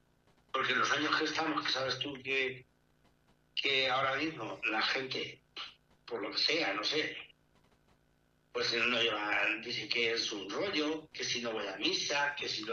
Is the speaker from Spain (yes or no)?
yes; Cenizate, Castilla-La Mancha, Spain; Mi pueblo pertenece a la provincia de Albacete. Su localización está dentro de lo que es la Manchuela. Estamos lindando con las provincias de Cuenca, con Ledaña